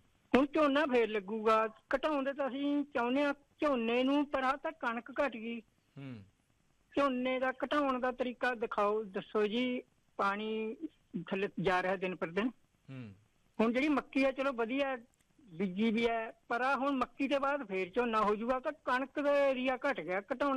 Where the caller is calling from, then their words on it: Punjab, India; ਪਿੰਡ ਸਿਉਣੇ ਤੋਂ ਬੋਲਦਾ ਜੀ।